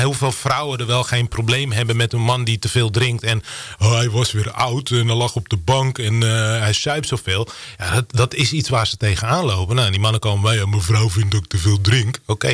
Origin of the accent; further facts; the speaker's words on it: Netherlands; We zijn Nederlanders